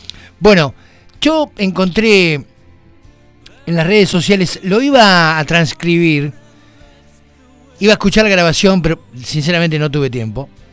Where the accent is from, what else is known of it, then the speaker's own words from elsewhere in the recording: Argentina; Los argentinos somos esto, somos sangre, somos corazón, somos sentimiento puro.